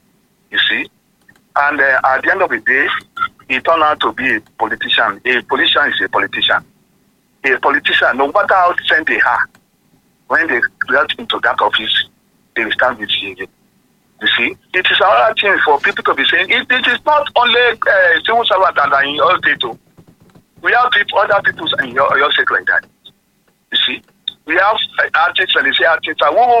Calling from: Oyo, Nigeria; I'm coming from Odono, Ishola.

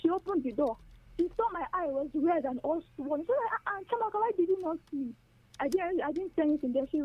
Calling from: Udi, Enugu State, Nigeria; I'm calling from Udi.

